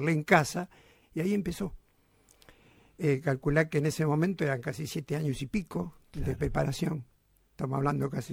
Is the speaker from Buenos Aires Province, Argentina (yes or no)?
yes; Quilmes, Buenos Aires Province, Argentina; born there; also born or lived in La Boca, Buenos Aires